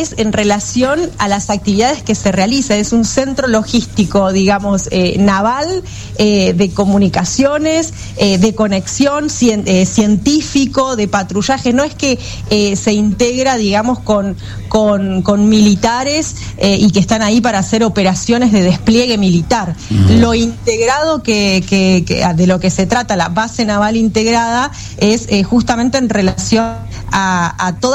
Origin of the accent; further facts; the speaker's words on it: Ushuaia, Tierra del Fuego, Argentina; Soy de Ushuaia, exactamente.